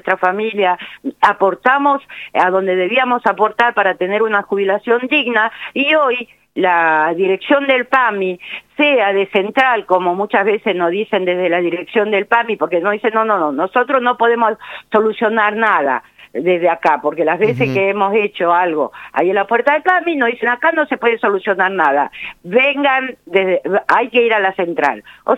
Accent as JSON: {"language": "Spanish", "country": "Argentina"}